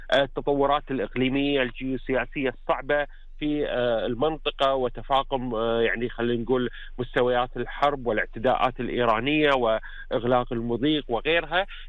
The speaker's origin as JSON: {"language": "Arabic", "country": "Kuwait"}